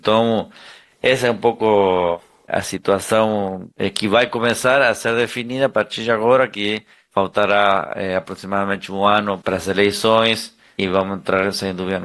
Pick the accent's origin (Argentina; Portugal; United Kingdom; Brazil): Argentina; Eu como argentino, um pouco que sofri essa campanha